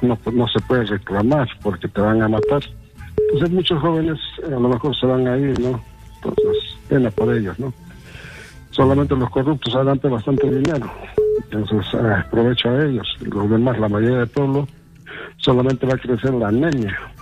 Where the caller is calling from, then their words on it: Arequipa, Peru; de Arequipa.